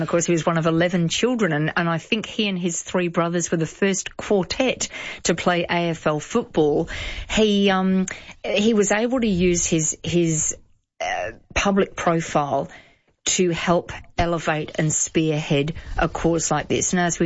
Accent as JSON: {"language": "English", "region": "England", "country": "United Kingdom", "tie": "born or raised there", "said": "What I will share with you is I did a lot of my growing up in England at one point"}